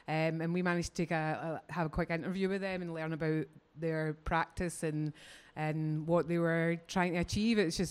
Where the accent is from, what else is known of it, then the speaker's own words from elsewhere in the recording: Glasgow, Scotland, United Kingdom; moved away; I'm originally from Glasgow, so I'm a bit ashamed I haven't been here before